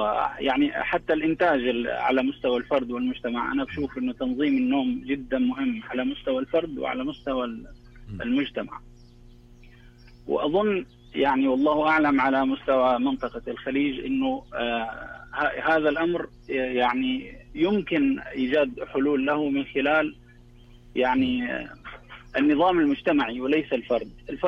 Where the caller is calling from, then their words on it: Mecca, Makkah Province, Saudi Arabia; أنا بكلمكم من مكة الآن، مكة المكرمة.